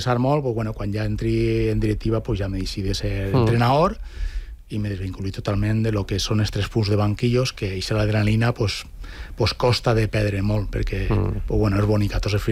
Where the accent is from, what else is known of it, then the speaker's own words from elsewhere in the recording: Alboraia, Valencian Community, Spain; born there; moved away as an adult; also born or lived in Tavernes de la Valldigna; now in Valencia, Spain; Soc nascut en Alboraia, casat i visc en València, perquè al final pues, la dona tira, i visc en València